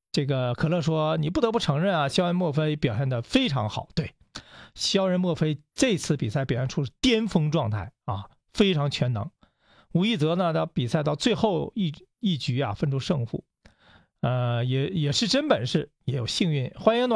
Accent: China; 我们中国人连续2年拿到了最高荣誉

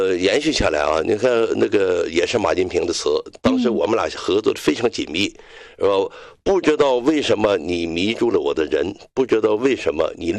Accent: Jilin, China; 也就是说是咱们吉林人，

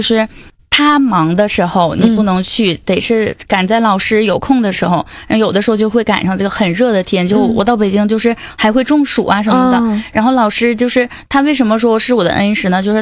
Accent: Northeast China, China; 因为我们就是东北这边的学生

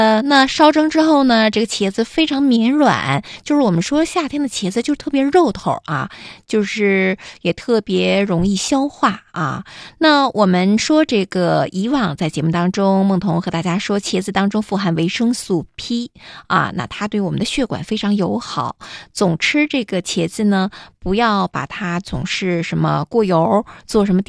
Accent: Northeast China, China; 咱们东北人最擅长了

